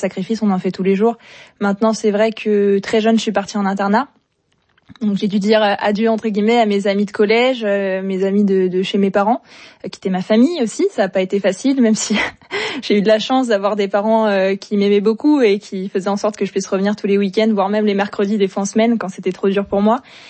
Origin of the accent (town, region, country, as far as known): La Chapelle-la-Reine, Île-de-France, France